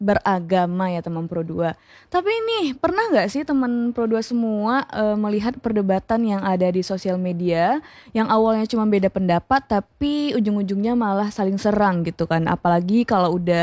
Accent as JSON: {"language": "Indonesian", "country": "Indonesia", "said": "apalagi kita tumbuh di Indonesia yang dimana kita nih berasal dari beda-beda agama gitu."}